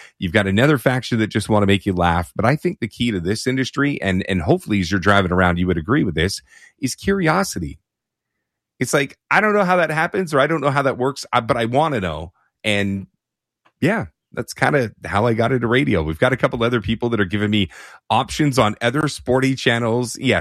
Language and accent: English; Toronto, Ontario, Canada; moved away as an adult; now in Vancouver, Canada; I was born and raised in Toronto, moved out to Vancouver when I was 20. So I still say I'm a Vancouverite now, but my sports allegiance still lie back east.